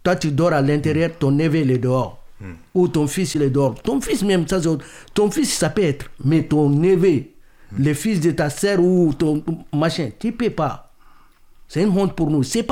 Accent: Mali

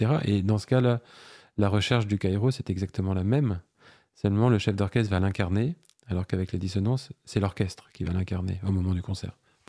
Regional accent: Cairo, Cairo Governorate, Egypt; moved away; j'ai passé mon enfance au Caire

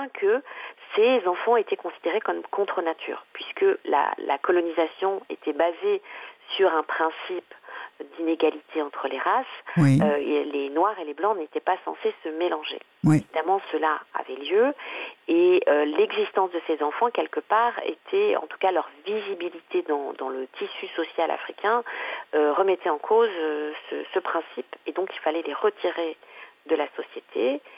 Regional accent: Huye, Southern Province, Rwanda; la ville où je suis née, où j'ai grandi

